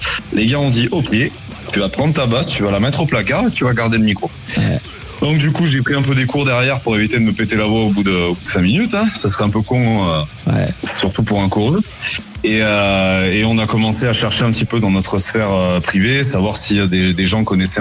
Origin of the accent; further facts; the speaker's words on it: Valence, Auvergne-Rhône-Alpes, France; On vient de Valence. Valence, c'est au sud de, on va dire, c'est au sud de Lyon. C'est à une heure au sud de Lyon, à une heure de Grenoble.